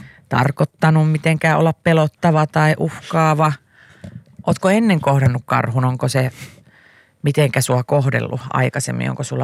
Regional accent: Tampere, Pirkanmaa, Finland; minä olen Tampereelta. Minä olen 38-vuotias.

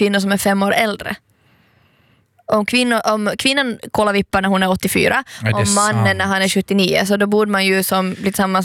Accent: Ostrobothnia, Finland; moved away; jag är från Österbotten. Jag pendlar till Österbotten regelbundet.

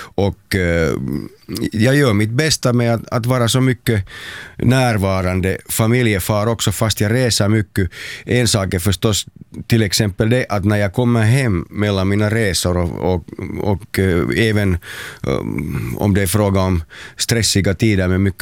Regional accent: Helsinki, Uusimaa, Finland; Det är samma bostad där jag växte upp sedan jag var 5.

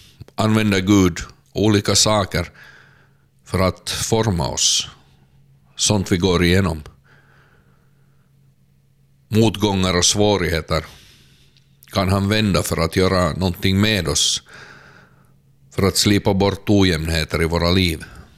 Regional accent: Karneby, Sweden; och jag kommer från Karneby.

